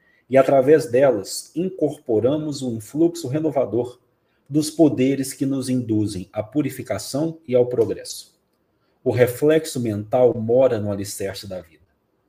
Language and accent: Portuguese; Minas Gerais, Brazil; Carol, eu sou mineiro, né?